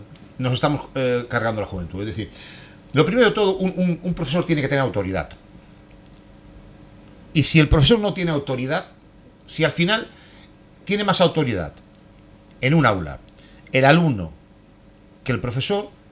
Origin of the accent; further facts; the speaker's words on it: Spain; como aquí en España no los tiene, como los españoles ya conocemos y sabemos lo que es el tramposo y mentiroso y sátrapa este